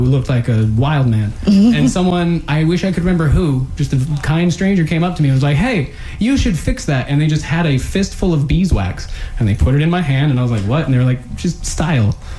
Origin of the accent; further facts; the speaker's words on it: Maine, United States; moved away; I'm originally from Maine, like I said, and it's much colder climate up there.